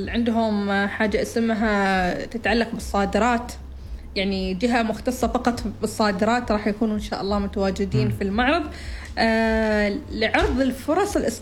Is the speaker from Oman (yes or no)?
yes; Oman; نحن كعمانيين